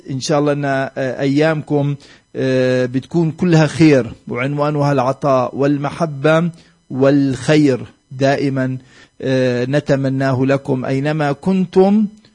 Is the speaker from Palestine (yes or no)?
yes; Palestine; بنا كفلسطينيين